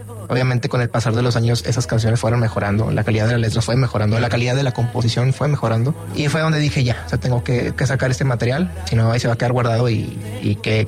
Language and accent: Spanish; Guadalupe, Nuevo León, Mexico; Soy de Guadalupe.